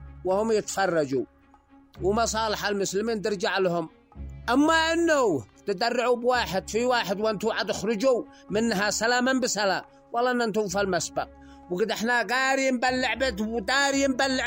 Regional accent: Yemen; والقيادة هم اخبار بالنسبة لنا احنا كشعب يمني حاضرين جاهزين مستعدين

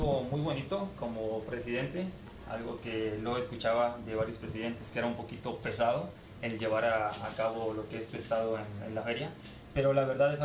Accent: González, Tamaulipas, Mexico; moved away; Y yo vengo de González, de la parte sur, pegada a la Huasteca, que es por Ciudad Valles, hora y media de Tampico, más o menos.

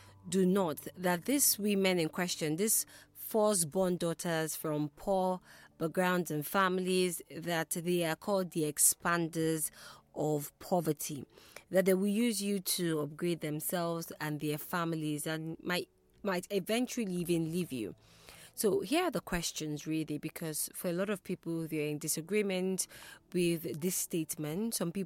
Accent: Igbo, Southeast, Nigeria; a lot of people who are Igbo, we are like, yeah, it's something that we see often around the Southeast.

